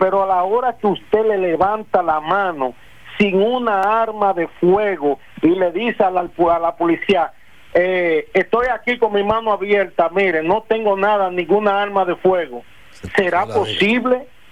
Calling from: Dominican Republic; Yo quiero saber si verdaderamente existe un presidente en mi país, aquí en la República Dominicana

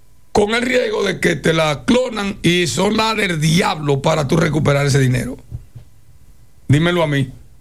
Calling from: San Juan, Puerto Rico; yo soy de San Juan

